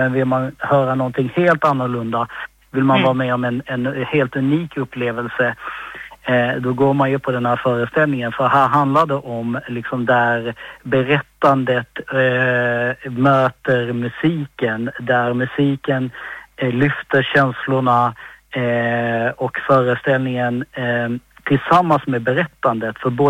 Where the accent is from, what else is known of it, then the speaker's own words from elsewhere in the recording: Malmö, Skåne, Sweden; now in Stockholm, Sweden; Malmö är min hemstad och det är jättevackert och jättefint. Numera bor jag i Stockholm och nästan granne med Kristin.